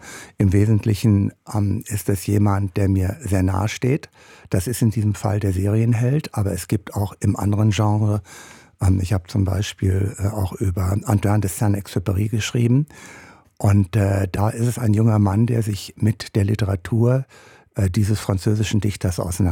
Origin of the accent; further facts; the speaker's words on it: Büren, North Rhine-Westphalia, Germany; Ich bin aufgewachsen in der Nähe von Paderborn in der sogenannten Wewelsburg. Das ist die ehemalige Himmlerburg.